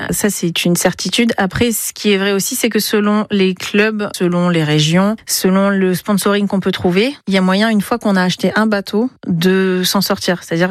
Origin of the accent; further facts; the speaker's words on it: Réunion, France; moved away; Moi, je viens de La Réunion